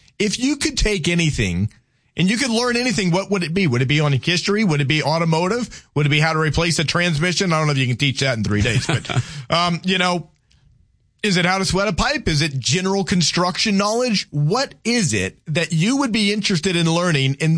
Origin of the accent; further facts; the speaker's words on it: Louisiana, United States; I grew up in, you know, as a Cajun in Louisiana